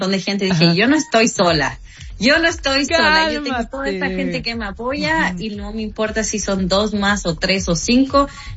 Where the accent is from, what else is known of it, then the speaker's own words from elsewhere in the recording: Chile; born there; moved away; also born or lived in Mexico; yo nací en Chile, ajá, pero yo como luchadora me hice en México. En México aprendí, viví 11 años allá